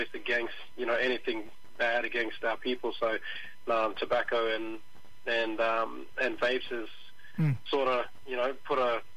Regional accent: Queensland, Australia; I'm from the Torres Strait. I've got connection to a couple of islands and families from Semple and the Eastern Cluster in the Torres Strait there.

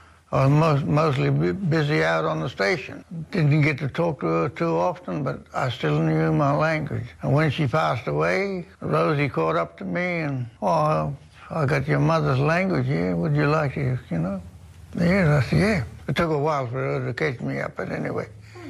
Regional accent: Western Australia, Australia; my country's Upper Gascoyne on the Lions River.

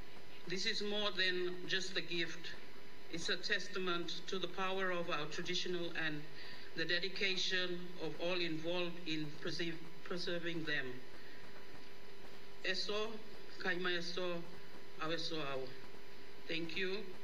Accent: Yam Island, Queensland, Australia; I'm from Yama Lug … It's a honor to be here from Yama as a member of the community

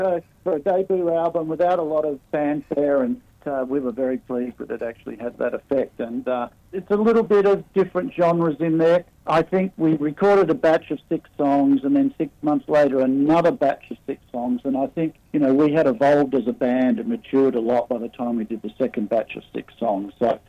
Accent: Rockhampton, Queensland, Australia; born there; and then so I was born in Rockhampton in Queensland, and then a week later we all travelled up by train back up to rejoin the show in Cairns.

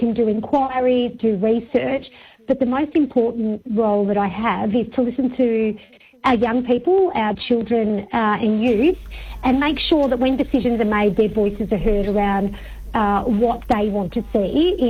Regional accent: Australia; So I'm from Naam, so I'm a Wurundjeri Noongar Ilamarung woman.

